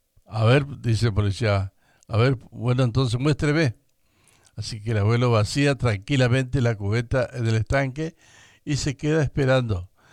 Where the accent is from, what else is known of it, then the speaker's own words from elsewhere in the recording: Balcarce, Buenos Aires Province, Argentina; Yo no soy de estos pagos, soy de Balcarce, donde bailan los gauchos hasta cansarse.